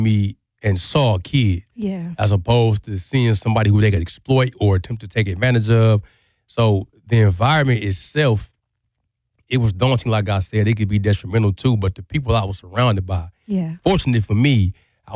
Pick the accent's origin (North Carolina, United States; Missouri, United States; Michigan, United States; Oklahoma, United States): Oklahoma, United States; Lawton; born there; also born or lived in Monterey, California / Anchorage, Alaska; now in Milwaukee, United States; You know, I come from, we moved to Milwaukee from Anchorage, Alaska. I was born in Lawton, Oklahoma.